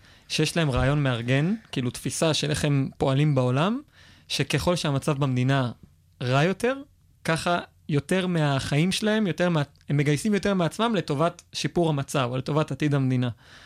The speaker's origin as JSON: {"language": "Hebrew", "town": "Hod HaSharon", "region": "Central District", "country": "Israel", "tie": "born or raised there", "said": "אני גדלתי בהוד השרון. גדלתי לזוג הורים שבמקור הם מאיראן"}